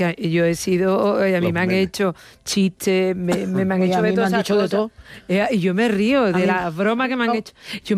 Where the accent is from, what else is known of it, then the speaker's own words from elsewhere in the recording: Andalusia, Spain; Nosotras dos somos andaluces y venimos de una tierra con mucha guasa.